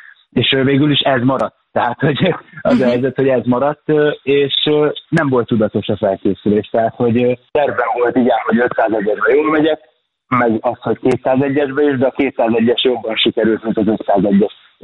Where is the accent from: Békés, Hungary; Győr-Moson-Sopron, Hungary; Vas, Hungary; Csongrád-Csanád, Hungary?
Győr-Moson-Sopron, Hungary; Győr; tehát én Győrben nőttem föl. A Győri Kajakkenu Egyesületben nőttem föl